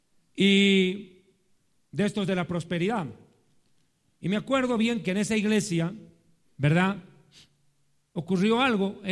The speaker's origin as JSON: {"language": "Spanish", "country": "Bolivia", "said": "tan jailones, como decimos en Bolivia"}